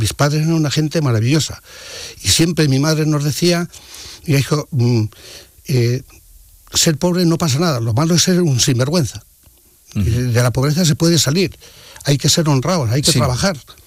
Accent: Mercadillo, Castile and León, Spain; moved away; para mí lo más importante es mi pueblo, que duda cabe. Mercadillo es donde yo nací, donde crecí, donde verdaderamente me transmitieron los valores. Es una aldea, no es un pueblo. El pueblo es Narrillo del Álamo, como decías, y cabeza de partido es Piedrahíta. Esta es una gran villa, está pegada a la sierra

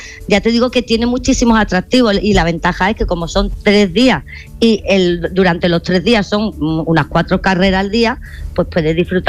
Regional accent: Seville, Andalusia, Spain; Bueno, perdona, yo soy de Sevilla.

